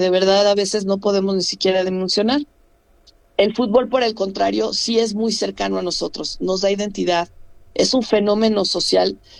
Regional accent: Mexico; vivimos en un extraordinario país, que es padrísimo ser mexicanos

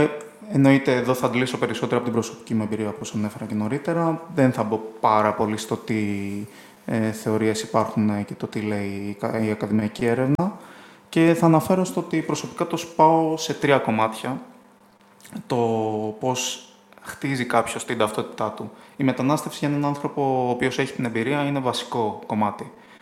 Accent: Piraeus, Attica, Greece; είμαι ένας Αρμένης από τον Πειραιά, είμαι ένας δηλαδή Πειραιώτης Αρμένης. Ορίζω τον εαυτό μου πιο πολύ ως έναν άνθρωπο ο οποίος είναι από τον Πειραιά, τα περίχωρα, εκεί που έχει μεγαλώσει, εκεί που έχει τις εικόνες του, τις εμπειρίες του.

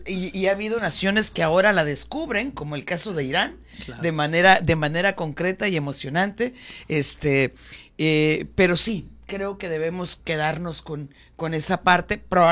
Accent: Mexico

